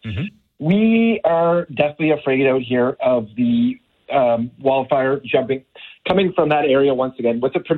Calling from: Nova Scotia, Canada; We live in the community right next to Pockwalk Road. Glen Arbor in White Hills, in Perry Pond, Upper Hammonds Plains area.

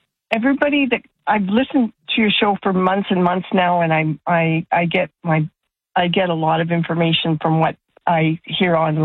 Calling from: Calgary, Alberta, Canada; I'm from Calgary

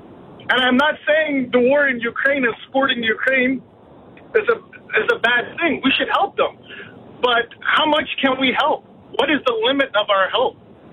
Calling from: Alberta, Canada; I'm from Alberta.

